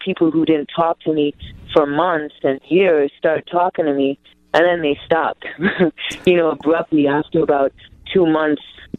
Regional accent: St. Thomas, U.S. Virgin Islands; I'm from St. Thomas, Virgin Islands, and we just went through two Category 5 hurricanes.

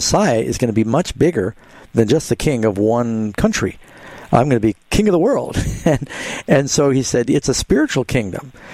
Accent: New York City, New York, United States; Oh, well, I am a Jewish Christian. I grew up in New York City.

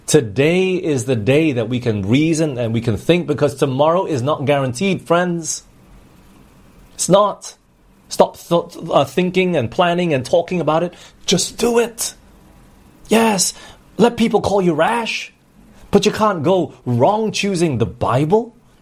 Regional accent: Australia; born there; moved away; I grew up in Australia for 10 years

